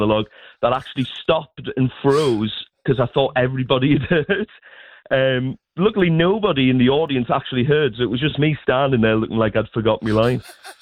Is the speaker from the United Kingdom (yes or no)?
yes; North East England, United Kingdom; accent: Northeast